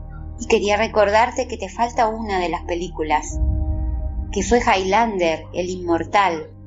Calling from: Argentina; soy … de Argentina

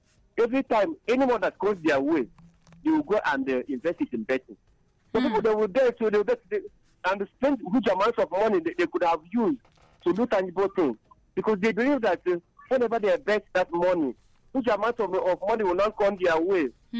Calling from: Enugu State, Nigeria; the chemistry teacher. Calling from Olu in the Zeruko government, Europe, Enugu State.

